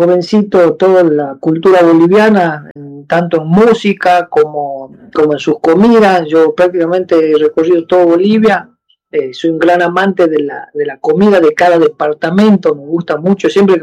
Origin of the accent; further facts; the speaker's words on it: Salvador Mazza, Salta, Argentina; yo me crié en Salvador Massa, nosotros íbamos al Festifrón desde muy chico